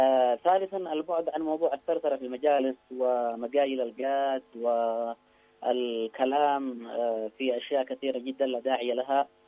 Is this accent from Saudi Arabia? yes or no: no; Yemen; فنحن كشعب يمني